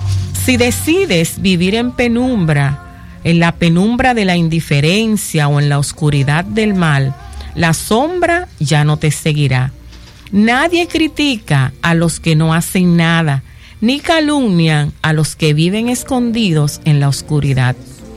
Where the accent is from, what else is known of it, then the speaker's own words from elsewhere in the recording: San Rafael del Yuma, La Altagracia, Dominican Republic; Nos vamos de retiro para mi pueblo natal. Nos vamos para Yuma, la iglesia Lirio de los Valles, allá en San Rafael del Yuma.